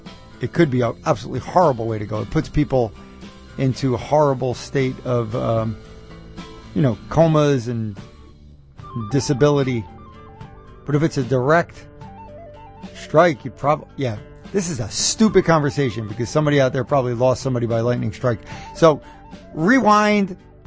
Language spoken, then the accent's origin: English; New Jersey, United States; I'm from New Jersey. I should know how to say Marlboro.